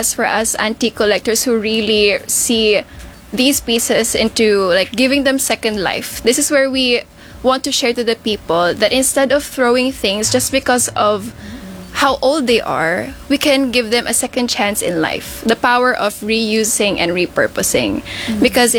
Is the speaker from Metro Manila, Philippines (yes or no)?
no; Tayabas, Calabarzon, Philippines; growing up in Tayabas and having my parents be antique collectors, I was always surrounded by history